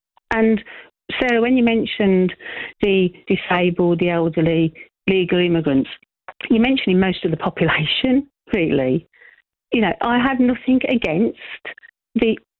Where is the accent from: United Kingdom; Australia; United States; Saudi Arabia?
United Kingdom; we're making a stand of, you know, we're British.